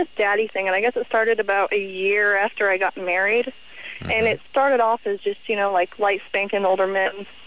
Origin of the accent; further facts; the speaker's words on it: Texas, United States; I grew up in Texas.